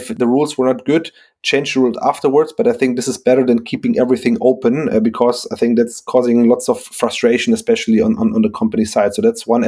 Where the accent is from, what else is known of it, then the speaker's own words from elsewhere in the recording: Frankfurt, Hesse, Germany; And of course, I'm from Frankfurt.